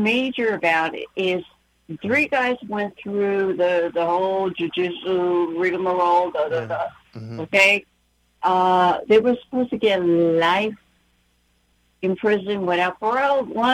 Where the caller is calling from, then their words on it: United States; Even though I'm a mixed heritage of our Heinz 57, some people say, I don't care. I'm American.